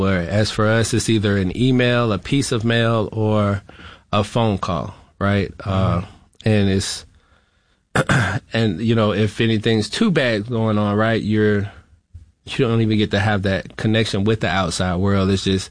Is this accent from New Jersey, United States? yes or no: no; Florida, United States; born or raised there